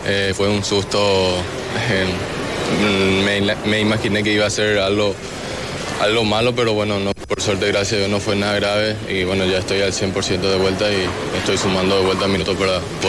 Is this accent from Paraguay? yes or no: yes; Paraguay; now in Europe; estar acá en mi país, en nuestro país.